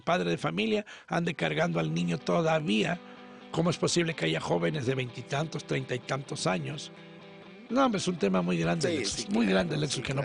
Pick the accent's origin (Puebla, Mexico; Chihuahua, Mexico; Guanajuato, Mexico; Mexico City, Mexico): Mexico City, Mexico; also born or lived in Tuxtepec; Yo soy de México, la Ciudad de México allá. Pero pues tuve la bendición de ir a vivirme allá a Tuxtepec por mis padres.